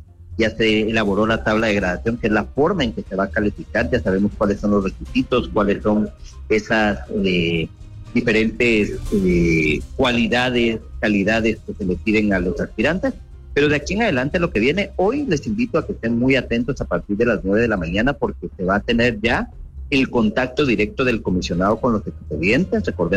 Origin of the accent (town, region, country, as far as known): Guatemala